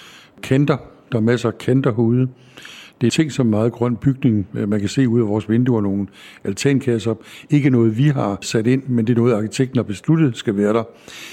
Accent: Nørresundby, North Denmark Region, Denmark; now in Amager, Denmark; Jeg er født og opvokset i Nørresundby i Nordjylland, som på nogle områder mindede lidt om Amager, i hvert fald det Amager, der eksisterede dengang, med masser af nærhed og butiksliv.

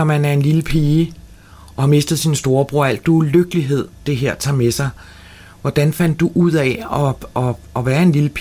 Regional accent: Copenhagen, Capital Region of Denmark, Denmark

